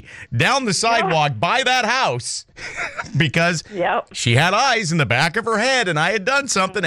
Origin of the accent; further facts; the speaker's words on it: Ottawa, Ontario, Canada; There was a row of townhouses that we grew up in Ottawa, and I can see the spot.